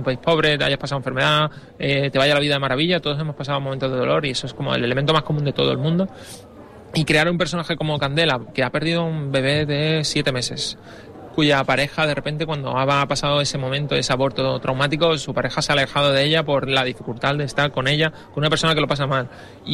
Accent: Fuengirola, Andalusia, Spain; como yo soy de Fuengirola, yo vivo entre Fuengirola y Mijas

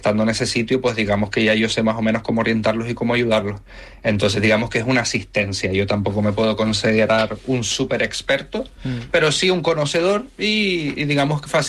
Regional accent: Canary Islands, Spain; moved away as an adult; now in Reykjavik, Iceland; Soy una persona abierta, soy canario, no soy muy afable con la gente.

